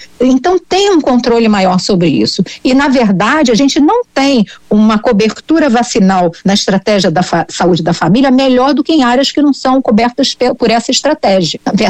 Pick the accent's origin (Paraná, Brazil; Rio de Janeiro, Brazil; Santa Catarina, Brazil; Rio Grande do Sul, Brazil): Rio de Janeiro, Brazil